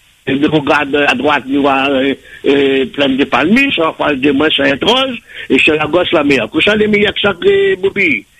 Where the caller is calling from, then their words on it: Réunion; Nous, les Réunionnais, avant tout